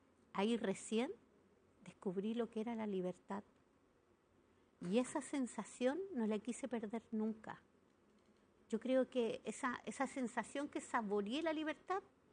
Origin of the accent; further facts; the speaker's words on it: Parral, Maule, Chile; also born or lived in Bajos de Mena, Chile; Bueno, mi lugar de origen es Parral, pero nací, me crié en Parral, me malcrié en Bajos de Mena y me transformé en Bajos de Mena.